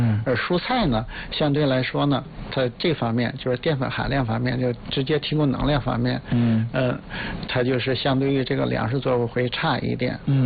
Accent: China; 在土豆引入中国的时候，其实我们中国人这种主食习惯已经基本形成了

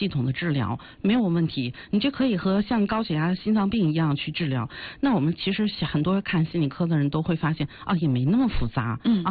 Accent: China

